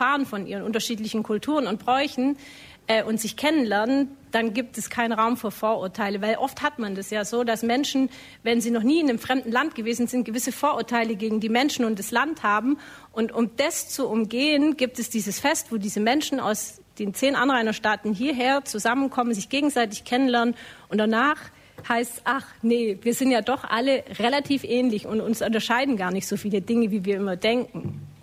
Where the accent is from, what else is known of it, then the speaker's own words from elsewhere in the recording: Ulm, Baden-Württemberg, Germany; Ich komme aus Deutschland, ich komme aus Ulm.